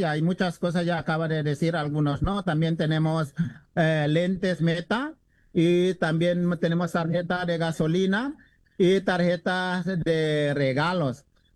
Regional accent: Indonesia; now in Riverside, United States; Originalmente soy de Indonesia. Ya muchos años. Pues me vine aquí en Estados Unidos.

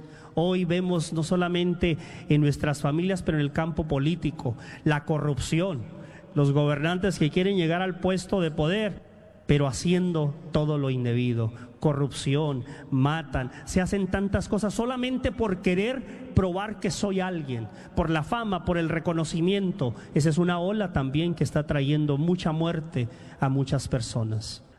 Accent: Mexico; moved away as an adult; Hace muchos años, yo también, como muchos de ustedes, como tantos miles que venimos de otros países, yo de México

